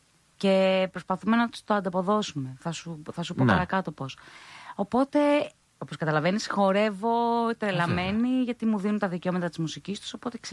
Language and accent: Greek; Greece; Στέλνω μήνυμα, στέλνω email ότι … είμαι ηθοποιός από την Ελλάδα, δεν έχω manager, γιατί δεν έχουμε στην Ελλάδα.